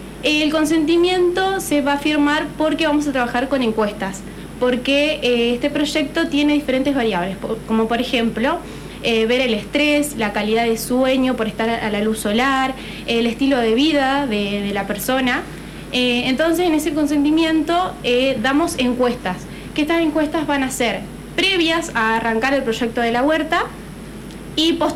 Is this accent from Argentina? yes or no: yes; Entre Ríos, Argentina; yo soy de Asenken, Entre Ríos.